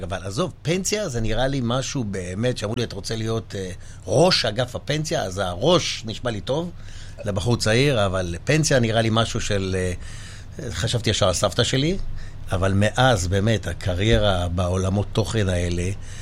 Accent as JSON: {"language": "Hebrew", "town": "Netanya", "region": "Central District", "country": "Israel", "tie": "born or raised there", "also_born_or_lived": "Jerusalem", "said": "יליד נתניה. גאה להגיד שאני נתניאתי. גדלתי בנתניה, למדתי בנתניה. אמנם את התארים הראשון והשני עשיתי בירושלים, אז לא שהפכתי להיות ירושלמי, אבל הייתי לא מעט שנים בירושלים."}